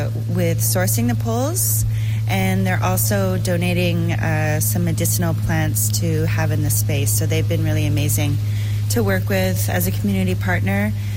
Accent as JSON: {"language": "English", "town": "Winnipeg", "region": "Manitoba", "country": "Canada", "said": "I'm from Manitoba, Winnipeg."}